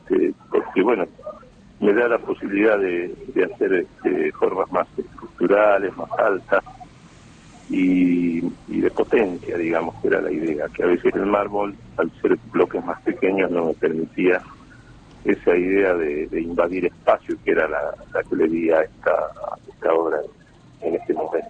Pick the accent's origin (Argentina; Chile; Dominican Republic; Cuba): Argentina; now in La Rioja, Argentina; representar al país como único argentino en este encuentro de 10 escultores de todo el mundo